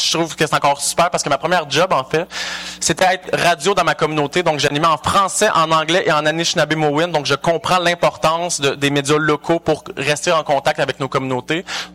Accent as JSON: {"language": "French", "region": "Quebec", "country": "Canada", "lives_now": "Montreal, Canada", "said": "je suis membre de la Nation Première Nation Abitibi-Wini. Donc, je viens du nord du Québec. Ça fait 15 ans que je suis à Montréal."}